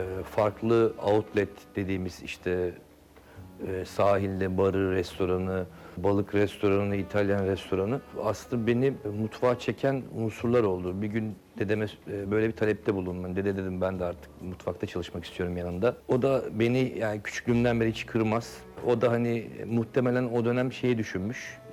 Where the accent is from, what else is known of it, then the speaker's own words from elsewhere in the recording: İzmit, Kocaeli, Turkey; moved away as an adult; 1985 İzmit doğumluyum. Üniversite hayatıma kadar İzmit'te yaşadım.